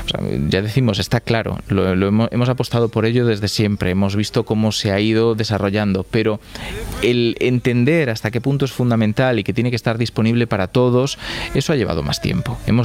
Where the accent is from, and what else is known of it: Galicia, Spain